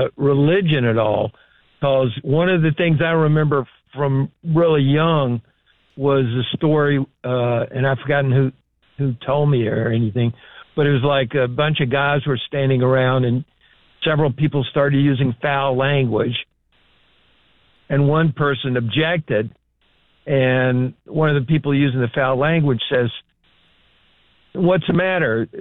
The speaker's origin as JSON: {"language": "English", "region": "the South", "country": "United States", "tie": "born or raised there", "moved": "yes", "lives_now": "New York State, United States", "said": "Number one, I'm from New York State, just to mention it. I grew up in the South, though."}